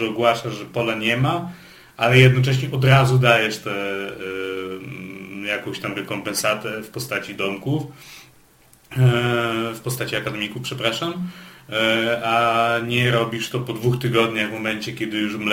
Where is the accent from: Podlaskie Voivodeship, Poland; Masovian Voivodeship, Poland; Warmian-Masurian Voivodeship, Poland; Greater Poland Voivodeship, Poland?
Podlaskie Voivodeship, Poland; Białystok; born there; jako białostoczaninowi z urodzenia